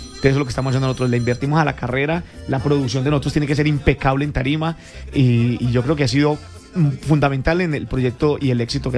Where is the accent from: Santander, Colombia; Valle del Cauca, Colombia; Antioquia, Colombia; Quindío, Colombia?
Antioquia, Colombia; Itagüí; yo soy del Eje Cafetero, Itagüí, Itagüí pasa el Eje Cafetero, y mi papá y mis abuelitos escuchaban mucho esta música.